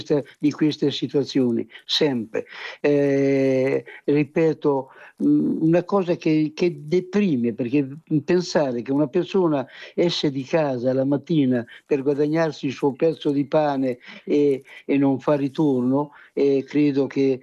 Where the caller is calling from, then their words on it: Senigallia, Marche, Italy; Il mio paese è Montignano, è a pochi chilometri dal centro di...